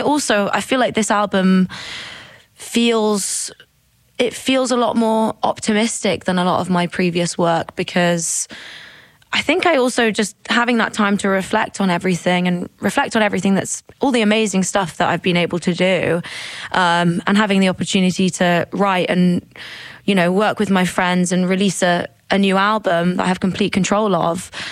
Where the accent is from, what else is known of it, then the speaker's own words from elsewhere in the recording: Midlands, United Kingdom; since I was like a little girl growing up in the Midlands.